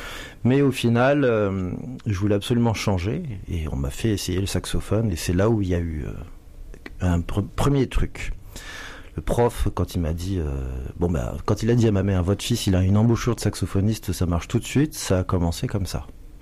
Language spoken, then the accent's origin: French; Vitry-le-François, Grand Est, France; Moi, je suis d'originaire de la Marne. Et là-bas, à Vitry-le-François, il y a beaucoup de commémorations militaires, des défilés.